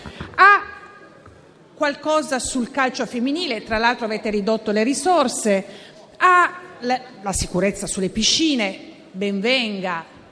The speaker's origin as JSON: {"language": "Italian", "town": "Turin", "region": "Piedmont", "country": "Italy", "said": "da torinese che ha visto la sua città completamente trasformata grazie alle Olimpiadi invernali del 2006, da città fabbrica è diventata città del turismo."}